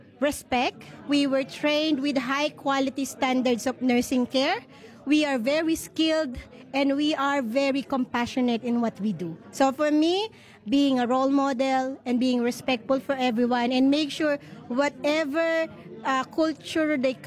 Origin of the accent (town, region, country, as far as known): Philippines; moved away